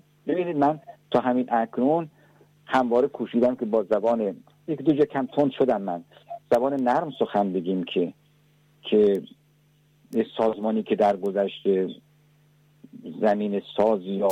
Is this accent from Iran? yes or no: yes; Iran; اگر من ایرانی هستم، مردم خودم رو دوست دارم، میهن خودم رو دوست دارم،